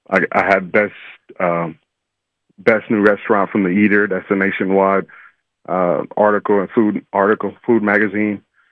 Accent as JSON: {"language": "English", "region": "Arkansas", "country": "United States", "moved": "yes", "lives_now": "Kansas City, United States", "said": "I am from Arkansas. I do have that Southern in me."}